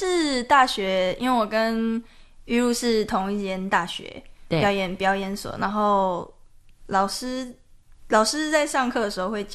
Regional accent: Pingzhen District, Taoyuan, Taiwan; 我是桃园人。

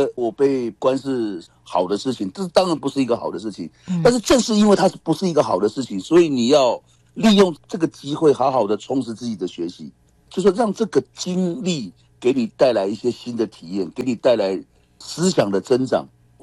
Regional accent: Taiwan; 我们台湾人是把我们的经验跟全世界分享，我们不是来拜托国外的朋友帮忙我们。

